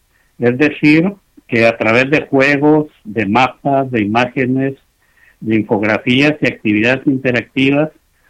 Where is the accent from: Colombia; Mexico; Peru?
Mexico; pueden descubrir información sobre quiénes somos los mexicanos, cómo vivimos, cómo es nuestro territorio